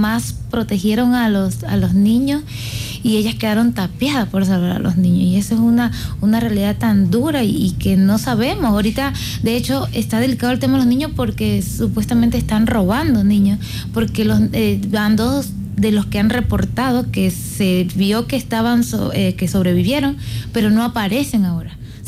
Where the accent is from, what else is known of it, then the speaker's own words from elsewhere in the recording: Anzoátegui, Venezuela; Nosotros somos de Anzoátegui y pues la capital está 6 horas de allá